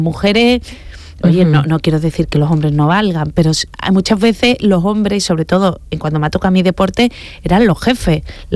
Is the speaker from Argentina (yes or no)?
no; Andalusia, Spain; me lo ha dado Canal Sur Informativo, que es mi pasión, mi tierra, los profesionales que yo admiro